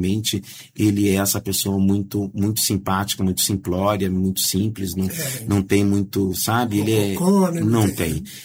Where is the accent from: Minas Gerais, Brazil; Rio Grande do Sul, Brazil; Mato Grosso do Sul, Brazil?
Mato Grosso do Sul, Brazil; Campo Grande; esse daqui é um cenógrafo da tua terra. Ele falou, como assim da minha terra? Ah, ele era de Campo Grande.